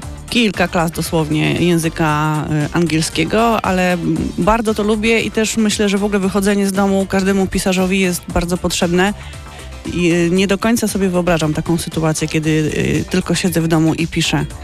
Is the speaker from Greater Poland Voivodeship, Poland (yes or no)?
no; Sochaczew, Masovian Voivodeship, Poland; born there